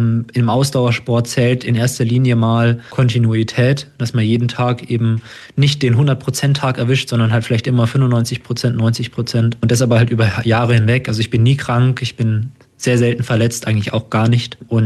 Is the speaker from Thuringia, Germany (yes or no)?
no; Kolmberg, Bavaria, Germany; Laufkarriere hat bei meinem Heimatverein in Lottershausen begonnen. Es ist ein ganz kleiner Verein in meiner Heimat. Also ich komme aus Kolmberg und der Verein daneben, der TVL Lottershausen, der hat mich 2011 aufgenommen